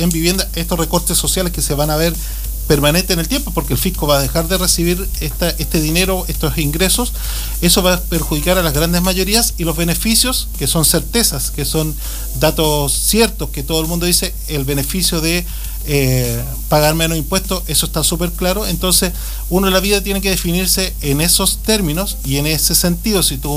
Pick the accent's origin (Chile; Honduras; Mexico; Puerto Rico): Chile